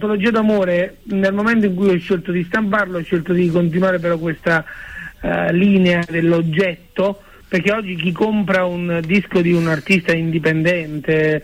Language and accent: Italian; Campania, Italy; now in Milan, Italy; Io sono del Cilento, sì, però vivo da tanti anni a Milano.